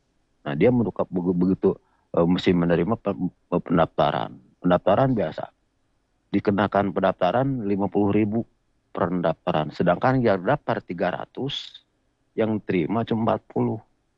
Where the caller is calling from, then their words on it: Bandung, West Java, Indonesia; Saya dari Bandung Timur, Pak, di sini ya.